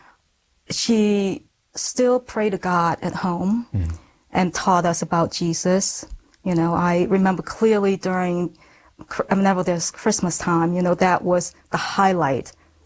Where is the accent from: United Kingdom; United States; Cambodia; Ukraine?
Cambodia; Phnom Penh; I was around 4 or 5 years old, as I recall, you know, living in our home in Phnom Penh, Cambodia.